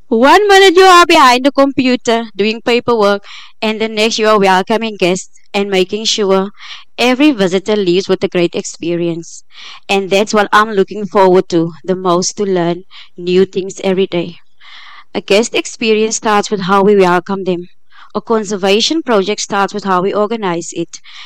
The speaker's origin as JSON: {"language": "English", "town": "Schoemanshoek", "region": "Western Cape", "country": "South Africa", "said": "I'm from Schoemanshoek."}